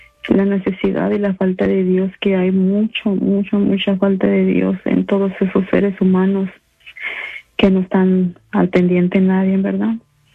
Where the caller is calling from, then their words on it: Riverside, California, United States; de Riverside, de la 1670.